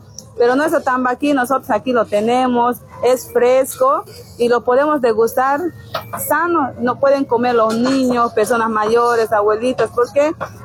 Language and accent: Spanish; Entre Ríos, Cochabamba, Bolivia; yo soy de aquí del municipio de Entre Ríos